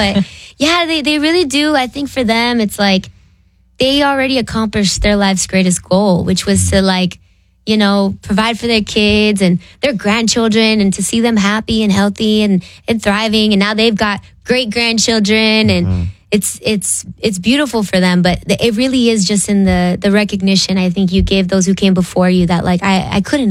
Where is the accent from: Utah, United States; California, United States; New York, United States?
California, United States; Los Angeles; those sold out LA shows at the Novo and how intimate those were and how close up and personal they were. I had the time of my life in my hometown.